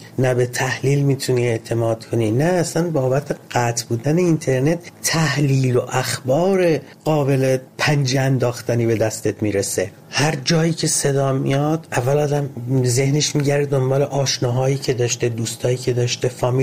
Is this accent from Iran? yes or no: yes; Ahvaz, Khuzestan, Iran; born or raised there